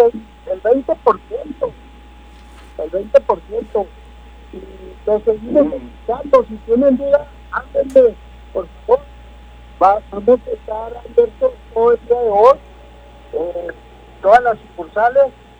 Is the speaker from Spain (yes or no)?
no; Mexico; a todos les encanta cómo somos los mexicanos.